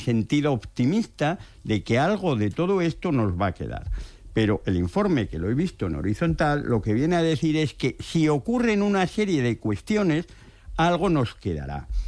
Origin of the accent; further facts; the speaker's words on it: Spain; lo que tenemos derecho los trabajadores españoles